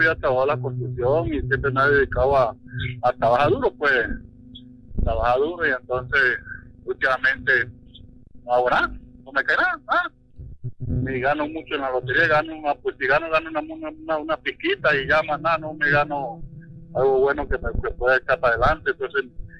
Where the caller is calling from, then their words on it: La Chorrera, Panamá Oeste, Panama; De aquí, de Chorrera.